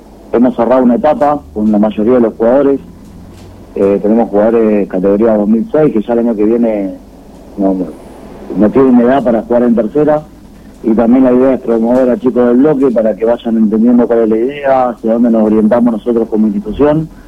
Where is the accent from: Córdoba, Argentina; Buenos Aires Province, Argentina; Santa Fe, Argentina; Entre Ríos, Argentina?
Santa Fe, Argentina; Rosario; moved away; also born or lived in Río Gallegos; yo estuve casi 3 años en Río Gallegos. Yo soy de Rosario, Santa Fe.